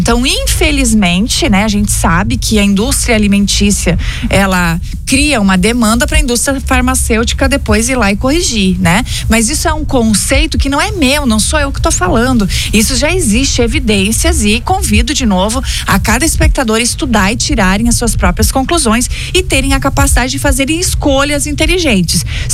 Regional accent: Rio Grande do Sul, Brazil; eu que sou gaúcha

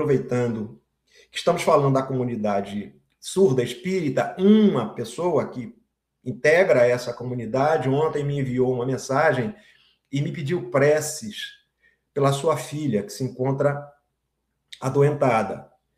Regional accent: Bahia, Brazil; moved away as an adult; also born or lived in Rondônia; Aqui na Bahia, hoje, porque me transferi para a Bahia em 2018, de volta, já que eu sou baiano

